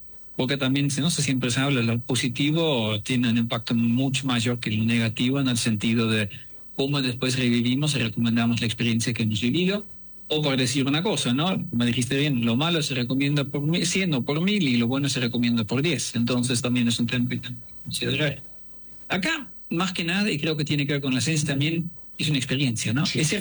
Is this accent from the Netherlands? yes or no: yes; Netherlands; first language Dutch; Spanish is a second language; moved away as an adult; also born or lived in Switzerland / Buenos Aires, Argentina / Brazil; now in Mexico; yo lo comparo un poco con mi idioma holandés.